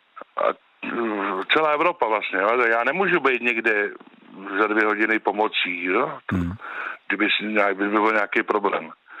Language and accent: Czech; Karlovy Vary Region, Czechia; já jsem ze Sokolovska, jak jsem říkal